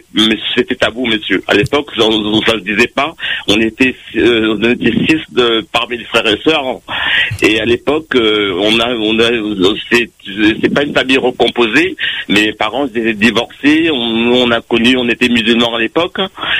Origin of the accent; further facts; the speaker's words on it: Réunion; now in Metropolitan France; je suis de La Réunion et j'ai vécu, j'ai été placé quand j'avais à l'âge de 8 ans.